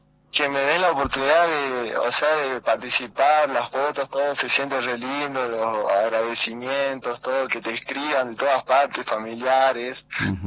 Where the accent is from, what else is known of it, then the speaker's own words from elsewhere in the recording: Jujuy, Argentina; mi pueblo, digamos, de allá de Gallazo